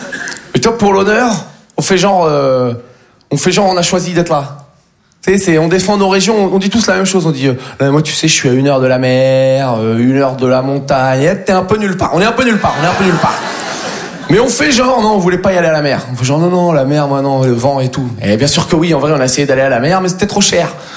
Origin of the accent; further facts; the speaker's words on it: Nouvelle-Aquitaine, France; Moi, je viens du Poitou-Charente. Tout le monde s'en bat les couilles de nous, quoi.